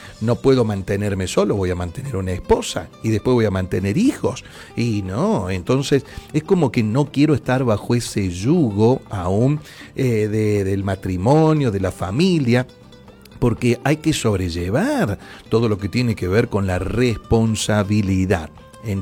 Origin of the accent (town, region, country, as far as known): Argentina